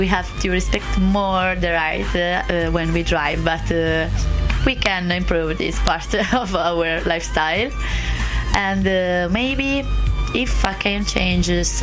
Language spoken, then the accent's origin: English; Catania, Sicily, Italy; English is a second language; I said arancino because I came from Catania, near the volcano